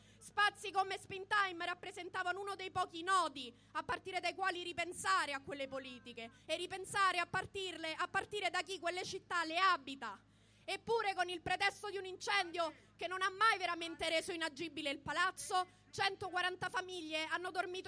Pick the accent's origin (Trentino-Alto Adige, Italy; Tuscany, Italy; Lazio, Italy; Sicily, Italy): Lazio, Italy; Rome; Come romani, e non solo, veniamo da decenni di disinvestimento nelle politiche abitative.